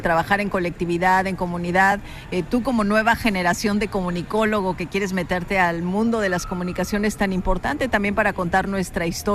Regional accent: Mexico; de cómo nos han dejado afuera como mexicanos, ¿no?

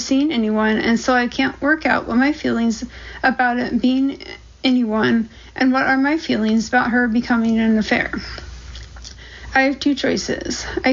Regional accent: United States; moved away as an adult; now in United Kingdom; maybe because he's Australian and I'm an American who's been living in Britain for 10 years, who knows.

